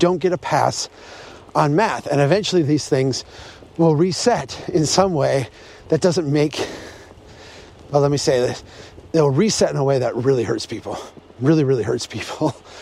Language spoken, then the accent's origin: English; Brainerd, Minnesota, United States; with Strong Towns. Nice to see you today. It's a February in Minnesota in my hometown of Brainerd.